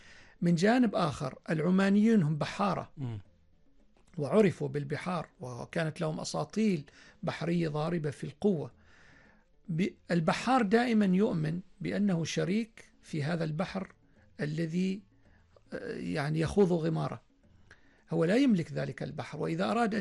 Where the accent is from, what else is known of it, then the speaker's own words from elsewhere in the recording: Oman; بلادي عمان